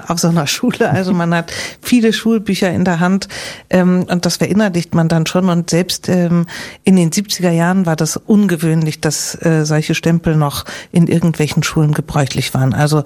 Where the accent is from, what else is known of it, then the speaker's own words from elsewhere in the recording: Hamburg, Germany; Ja, das sage ich als Hamburgerin.